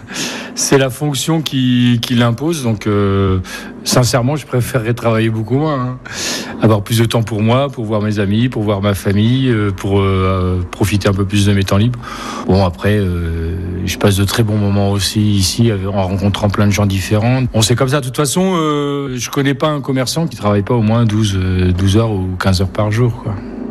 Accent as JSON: {"language": "French", "town": "Poitiers", "region": "Nouvelle-Aquitaine", "country": "France", "also_born_or_lived": "Blois", "moved": "as an adult", "lives_now": "Poitiers, France", "said": "Je suis parti de Poitiers après mes études pour Blois"}